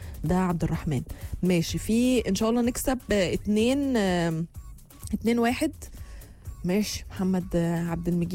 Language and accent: Arabic; Palestine; انا من فلسطين كل يوم بسمعكم الصبح في الشغل